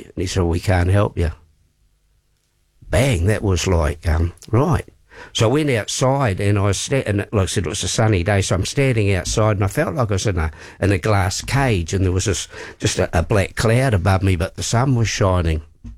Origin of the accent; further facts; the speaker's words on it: Canterbury, New Zealand; now in Waikuku, New Zealand; I'm a Ngātahi boy, born and bred, and can't get out of the place. Love it down there. Live on the beach now in Waikuku. So I grew up there. Went to Langs Road Academy for Higher Learning in Intellectual Giants, which is known as Papanui High.